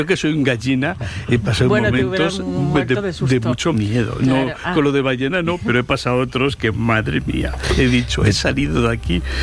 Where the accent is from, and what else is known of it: Madrid, Community of Madrid, Spain